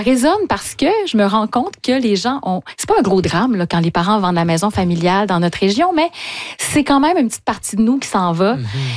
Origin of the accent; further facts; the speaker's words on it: Quebec, Canada; moved away; ce lieu-là d'où je viens, qui est la Gaspésie, que j'ai quitté, mais que j'ai comme requitté une deuxième fois quand la maison familiale a été vendue.